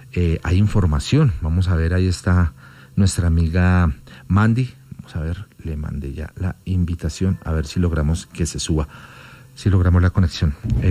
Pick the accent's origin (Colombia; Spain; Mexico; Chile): Colombia; Somos colombianos